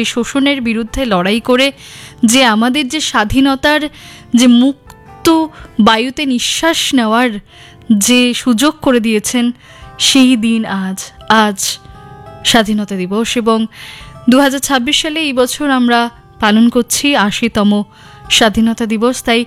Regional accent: India; আমরা ভারতীয়, আমরা গর্বিত, আমরা ভারতীয়।

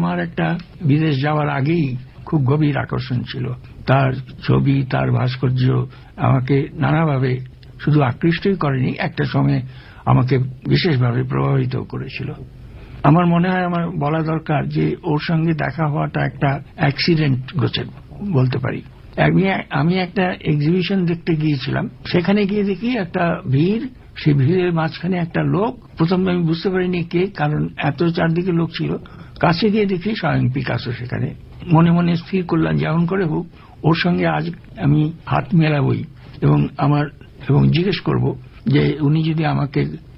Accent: India; moved away; আমি একজন ভারতীয় শিল্পী, আমি এখানে তিন চার বছর ধরে আছি

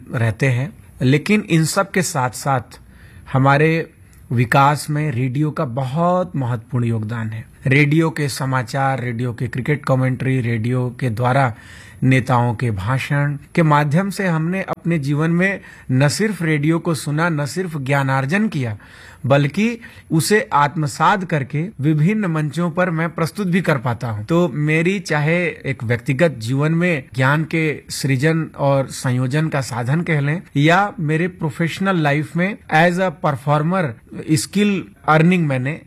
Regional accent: Varanasi, Uttar Pradesh, India; also born or lived in Sonbhadra; जी, मैं मेरा जन्म उत्तर प्रदेश के सोनभद्र जिले में हुआ और मेरी शिक्षा दीक्षा 12वीं तक की श्री हनुमान प्रसाद पोद्दारंद विद्यालय दुर्गाकुंड वाराणसी से हुई

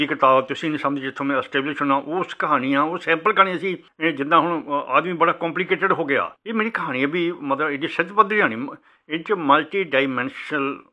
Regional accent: Punjab, India; ਅਤੇ ਸਾਡੇ ਪਿੰਡ ਤੋਂ 5 ਕਿਲੋਮੀਟਰ ਦੂਰ ਨਕੋਦਰ ਪੈਂਦਾ ਸੀ, ਅਤੇ ਮੈਂ ਅਤੇ ਮੇਰਾ ਬ੍ਰਦਰ ਦੋਵੇਂ ਅਸੀਂ ਤੁਰ ਕੇ ਪਾਣੀ ਜਾਂਦੇ ਸੀ।

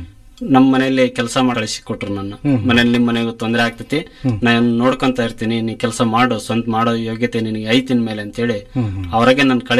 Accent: Jigadi, Karnataka, India; ನಮ್ಮ ಜಿಗಡಿ ಗ್ರಾಮದಲ್ಲಿ ಮಿಲೇವಿನೂರು ಸ್ವಲ್ಪ ಹತ್ರದಲ್ಲಿ ಸಿಟಿ ಇದ್ದಂಗಿದೆ, ಅಲ್ಲಿಂದನೂ ಸಹಿತ ನಮ್ಮ ಊರಿಗೆ ನಮ್ಮ ಹತ್ರ ಬರ್ತಿದ್ದಾವೆ.

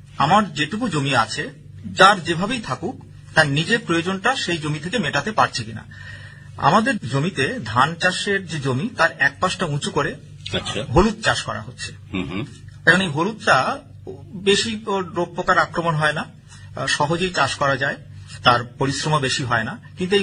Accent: West Bengal, India

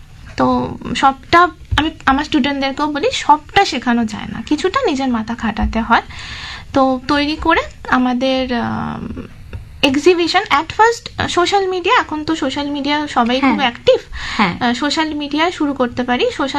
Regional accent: Howrah, West Bengal, India; আমি যেহেতু হাওড়ায় থাকি, আমার বাড়ি হাওড়া

